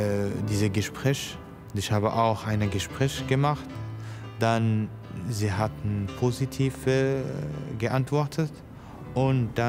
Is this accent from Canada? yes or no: no; Morocco; German is a second language; moved away as an adult; now in Frankfurt, Germany; Ich komme aus Marokko und ich bin 27 Jahre alt.